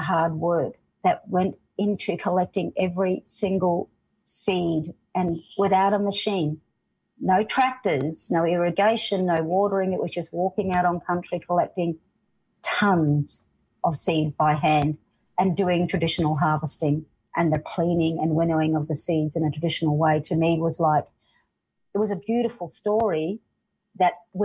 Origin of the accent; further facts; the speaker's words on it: Mabantwa, Northern Territory, Australia; we're from Mabantwa